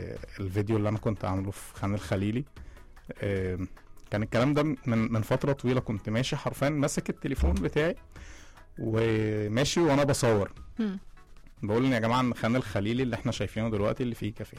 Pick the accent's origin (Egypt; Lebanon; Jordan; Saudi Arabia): Egypt; الاماكن الاثرية والقديمة اللي عندنا في مصر